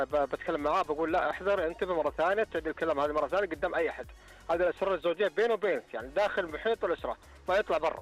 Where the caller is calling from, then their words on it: Al-Kharj, Riyadh Province, Saudi Arabia; من الخرجة